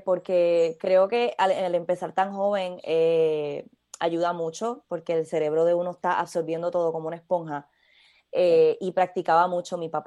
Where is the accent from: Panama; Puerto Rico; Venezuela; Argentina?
Puerto Rico; Caguas; also born or lived in Vega Alta / Gurabo; nací en Caguas, pero cuando empecé a tocar el cuatro, yo vivía en Vega Alta